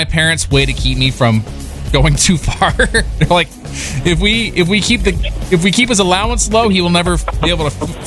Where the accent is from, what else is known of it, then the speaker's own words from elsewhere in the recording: South Dakota, United States; I grew up in South Dakota.